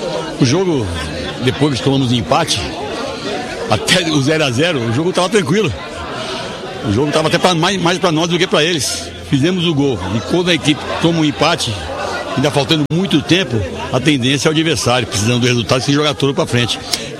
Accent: São Paulo, Brazil; que eu sou de São Paulo, estou muito tempo em São Paulo militando lá.

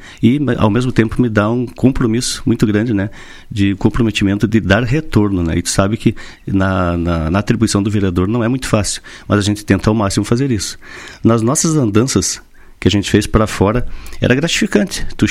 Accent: Vacaria, Rio Grande do Sul, Brazil; Vacaria, minha terra que eu amo

